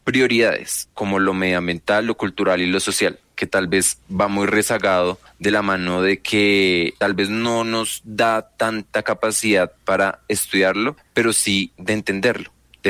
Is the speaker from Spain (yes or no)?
no; Colombia; en mi territorio, en mi país